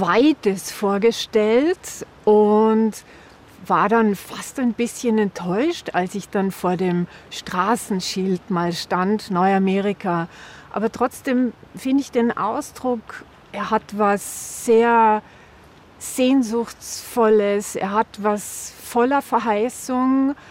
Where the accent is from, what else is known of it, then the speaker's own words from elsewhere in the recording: Vorarlberg, Austria; Ich bin in der Nähe aufgewachsen, war als Kind hier schon schwimmen